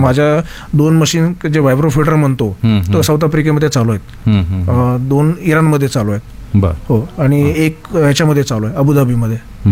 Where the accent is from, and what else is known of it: Pune, Maharashtra, India